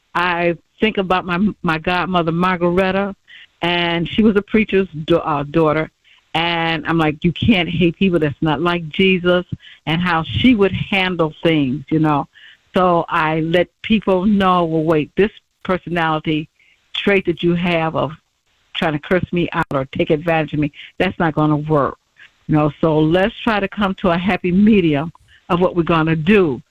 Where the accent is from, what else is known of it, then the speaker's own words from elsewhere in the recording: Detroit, Michigan, United States; I'm from Detroit.